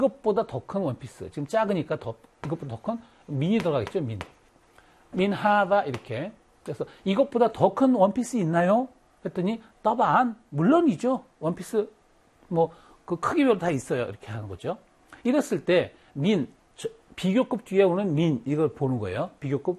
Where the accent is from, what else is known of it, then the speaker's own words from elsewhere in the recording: Wonju, Gangwon, South Korea; 나는 원주라고 생각하는데, 내 고향 원주가 제일 예쁘다고 생각하는데, 약간 그 개인적인 의견인 것 같아요.